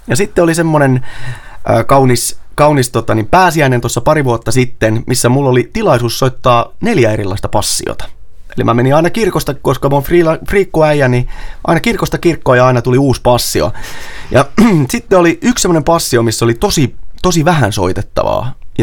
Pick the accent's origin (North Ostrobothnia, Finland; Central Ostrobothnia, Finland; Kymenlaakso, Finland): Central Ostrobothnia, Finland; Kaustinen; moved away; tuolla Kaustisella, mistä mä oon kotoisin